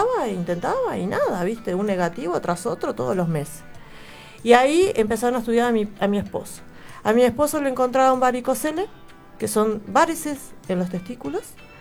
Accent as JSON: {"language": "Spanish", "country": "Uruguay"}